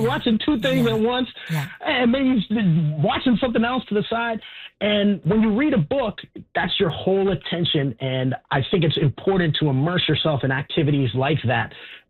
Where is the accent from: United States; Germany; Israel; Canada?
Canada; it really means a lot to me as a Canadian.